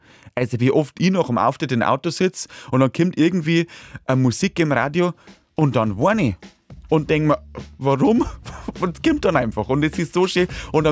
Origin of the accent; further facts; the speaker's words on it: Bavaria, Germany; im Bayerischen Wald, wo ich herkomme